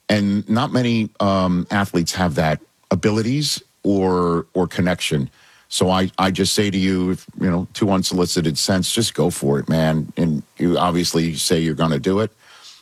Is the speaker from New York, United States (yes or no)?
yes; Staten Island, New York, United States; I'm from Staten Island, New York, Cam. So I know the area.